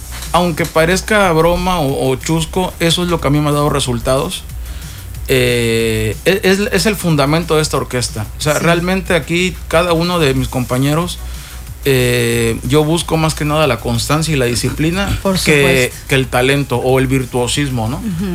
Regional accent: Coatzacoalcos, Veracruz, Mexico; Esta agrupación nace en Coatzacoalcos, Veracruz, que es mi ciudad natal.

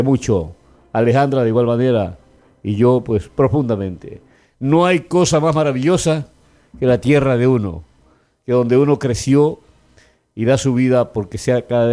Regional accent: Manabí, Ecuador; born there; Mi Manabí, donde yo nací

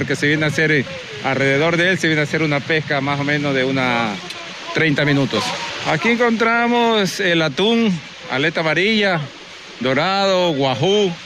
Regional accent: Galápagos, Ecuador; born there; yo tengo muchos años. Yo nací aquí en Galápagos.

